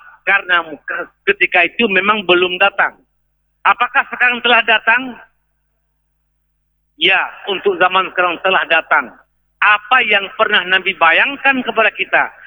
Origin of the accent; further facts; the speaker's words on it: Aceh, Indonesia; Kita orang Aceh, orang lain segan kepada kita karena kita adalah Serambi Mekah.